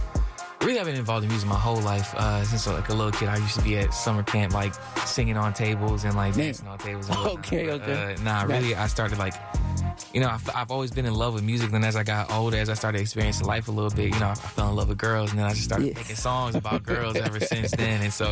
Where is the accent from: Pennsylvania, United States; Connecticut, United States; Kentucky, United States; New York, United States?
Connecticut, United States; New Haven; born there; also born or lived in Bridgeport